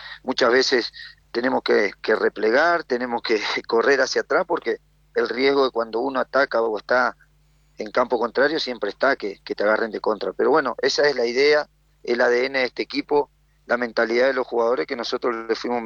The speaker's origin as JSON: {"language": "Spanish", "country": "Argentina", "moved": "yes", "lives_now": "Peru", "said": "Y más en mi país, que lo quiero mucho."}